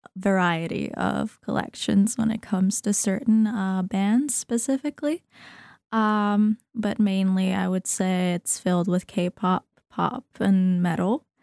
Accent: Bosnia & Herzegovina; English is a second language; moved away as an adult; now in Klagenfurt, Austria; so I come from Bosnia and near of Sarajevo, where I finished my bachelor's, and then almost two years ago, I moved to Klagenfurt, Austria, where I'm finishing my degree in a few months.

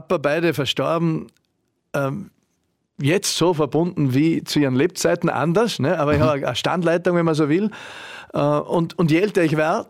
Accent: Vorarlberg, Austria; bin über viele Dinge, die ich da auch quasi aufgenommen habe in meiner Kindheit und Jugend im Klostertal, dankbar.

